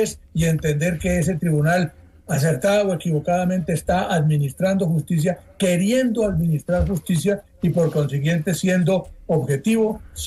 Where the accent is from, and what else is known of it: Colombia